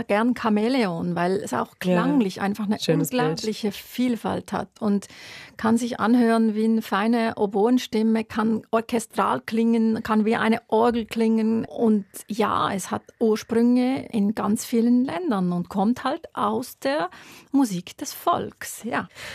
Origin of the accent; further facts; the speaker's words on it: Switzerland; bei uns als Schweizerin, genau.